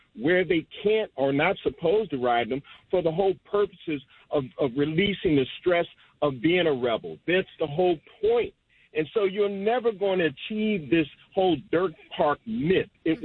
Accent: Baltimore, Maryland, United States; I'm a black man. Mm-hmm. I was raised in Baltimore, in the hood

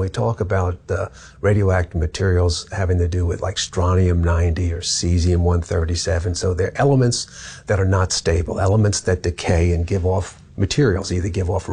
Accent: Syosset, New York, United States; A place called Syosset, little town on Long Island, yeah.

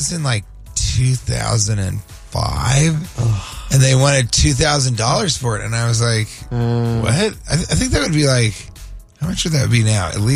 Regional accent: St. Louis, Missouri, United States; Growing up in St. Louis, you get to this certain age, one of the things we do is we take you to the comedy club.

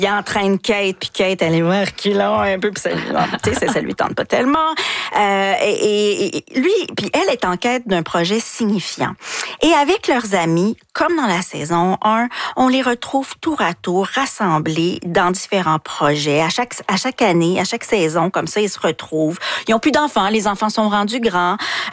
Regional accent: Quebec, Canada; mais si on se reconnaît, même on est du Québec, je veux dire parce que ça se passe aux États-Unis, mais je pense que le sujet est très nord-américain.

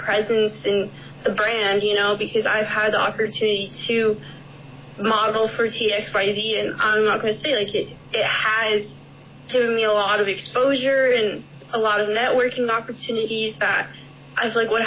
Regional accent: Chandler, Arizona, United States; even my hometown in Chandler

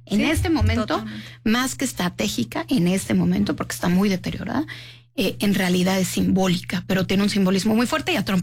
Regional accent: Mexico; Que eso nos tiende a suceder a los mexicanos cuando pensamos en países quizá como China o como Cuba

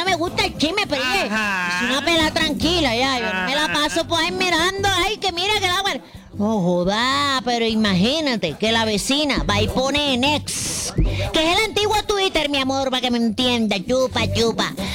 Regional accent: Caribbean coast, Colombia; Ah, no, era que soy la costeña, ¿no?

